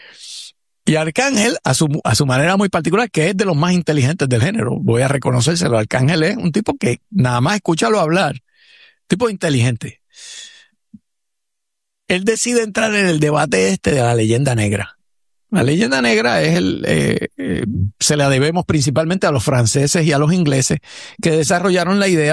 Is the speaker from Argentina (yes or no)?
no; Puerto Rico; accent: Puerto Rican; jóvenes que están cantando … lo hacen con acento más puertorriqueño que el mío.